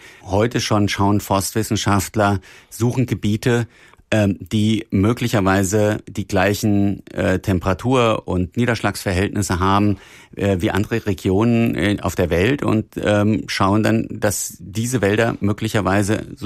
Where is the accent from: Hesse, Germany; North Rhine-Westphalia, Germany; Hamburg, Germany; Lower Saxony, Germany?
Hesse, Germany; Also ich komme selber aus dem Taunus